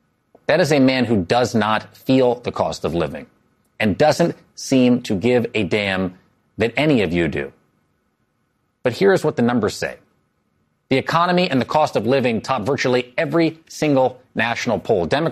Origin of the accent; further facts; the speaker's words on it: Los Angeles, California, United States; In my hometown of Los Angeles, the most unaffordable city and the most unaffordable state in the union, where income inequality is more severe, I think, than almost anywhere in this country